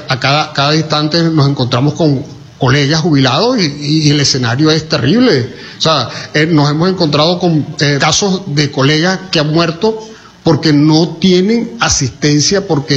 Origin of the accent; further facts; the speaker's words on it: Venezuela; porque nos los merecemos todos como venezolanos